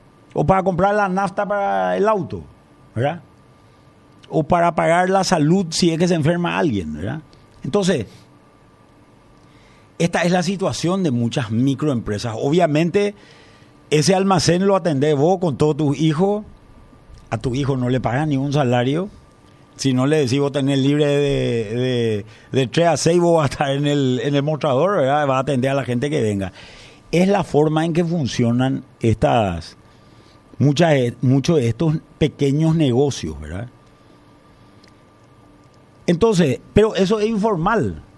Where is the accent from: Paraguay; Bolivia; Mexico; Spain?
Paraguay